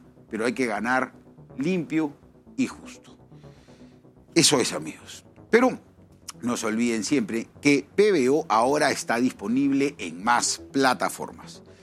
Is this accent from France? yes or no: no; Peru; Somos los peruanos, todos, el 100% de peruanos